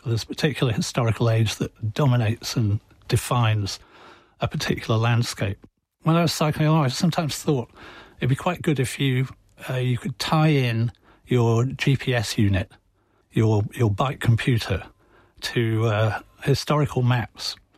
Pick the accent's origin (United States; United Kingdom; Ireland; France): United Kingdom; West Midlands; I grew up in Worcestershire, near the Welsh border.